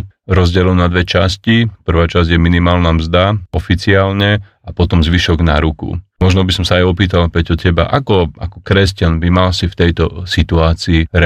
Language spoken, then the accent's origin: Slovak; eastern Slovakia, Slovakia; u nás na východe